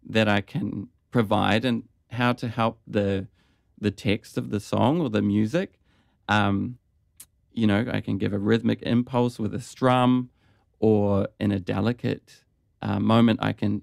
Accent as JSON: {"language": "English", "town": "Timaru", "region": "Canterbury", "country": "New Zealand", "moved": "as an adult", "lives_now": "Australia", "said": "Yeah, so I then I moved to Australia to study a beginner masters of music and classical guitar"}